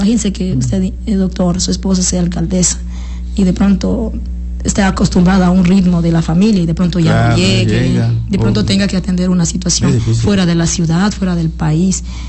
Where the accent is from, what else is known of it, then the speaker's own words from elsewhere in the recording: Sinaí, Morona Santiago, Ecuador; yo nací en Sinaí. Mis papacitos vinieron de la SUAI, exactamente de las parroquias rurales de Tarqui y El Tur y del Cantón Cuenca. Y vinieron por trabajar en la hacienda de los señores Durán y Peña. Entonces, de ahí se quedaron.